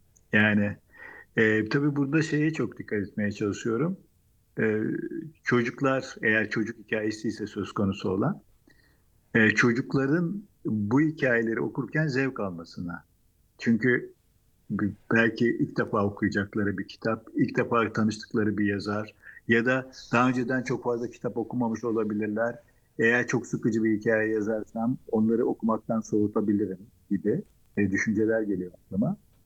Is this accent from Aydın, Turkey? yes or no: no; Samsun, Turkey; born there; also born or lived in Istanbul; Samsun'da doğdum. Ama ailem Samsunlu değil. Babam İstanbullu, annem Selanik doğumlu. İstanbul'da mimarlık okudum.